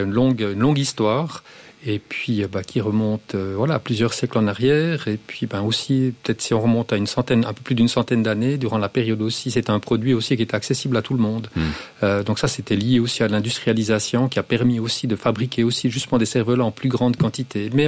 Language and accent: French; Jura, Switzerland; Moi, en tant que jurassien